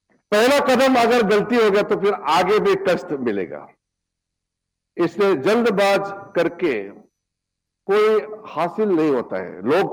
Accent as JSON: {"language": "Hindi", "region": "Northeast India", "country": "India", "said": "बाद में दिल्ली कैपिटल हो गया तो हम लोग सीधा दिल्ली जाते हैं आजकल, कलकत्ता कम आते हैं, लेकिन हमारा पिताजी लोग का समय में तो कलकत्ता ही सब कुछ था हमारा नॉर्थ ईस्ट का"}